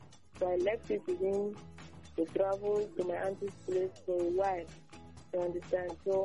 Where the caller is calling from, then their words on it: Aba, Abia, Nigeria; I'm calling from Abba.